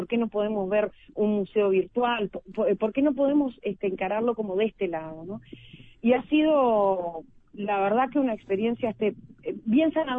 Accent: Uruguay; yo creo que uno como uruguayo tiene que reflexionar desde el punto de partida

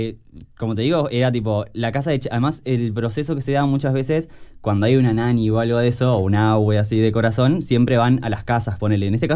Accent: Los Cerrillos, Canelones, Uruguay; yo soy de Los Cerrillos en Canelones

